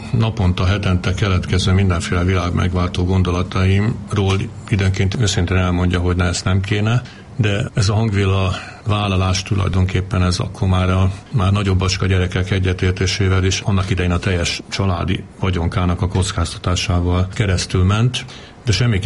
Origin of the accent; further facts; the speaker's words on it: Alsóörs, Veszprém County, Hungary; Így gyerekeskedtem a gyógyszertár környékén Alsajoson